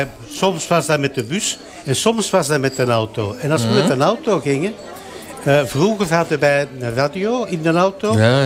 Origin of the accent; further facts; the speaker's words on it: Antwerp, Flanders, Belgium; born there; En ik ben in Antwerpen geboren.